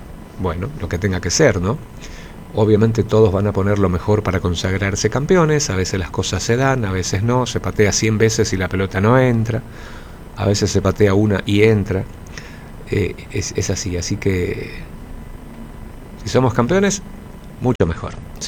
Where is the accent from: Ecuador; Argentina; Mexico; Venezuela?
Argentina; somos todos argentinos